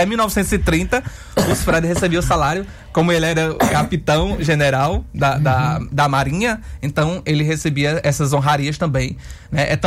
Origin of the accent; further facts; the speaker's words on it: Triunfo, Pernambuco, Brazil; now in Salvador, Brazil; eu sou de Pernambuco, do sertão de Pernambuco, uma cidade chamada Triunfo. Fica ali próximo Serra Talhada, região do Pajeú, dos cantadores, né? Do cangaço.